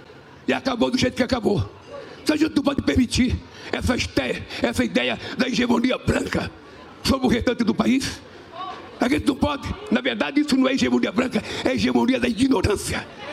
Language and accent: Portuguese; Pernambuco, Brazil; Por isso, eu estou aqui, orgulhosamente, dizendo, sou pernambucano, sou nordestino